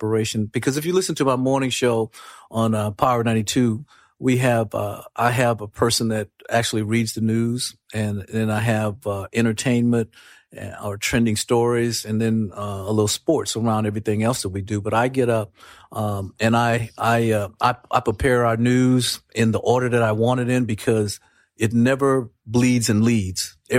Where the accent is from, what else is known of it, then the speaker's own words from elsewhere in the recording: South Carolina, United States; And you know, I'm from South Carolina, so Juneteenth was kind of new to me here also.